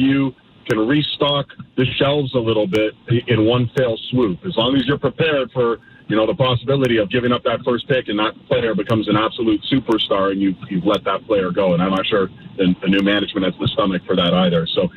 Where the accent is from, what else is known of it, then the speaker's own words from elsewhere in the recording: Canada; We're Canadian.